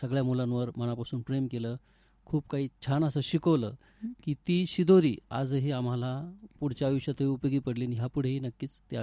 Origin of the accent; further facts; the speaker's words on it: Bhingar, Maharashtra, India; माझं बालपण भिंगारमध्ये गेलं आणि अत्यंत छानशा वातावरणामध्ये गेलं. मंदिर, राम मंदिर, विठ्ठल मंदिर, अशा ह्या वातावरणामध्ये भजनाचे स्वर ऐकू यायचे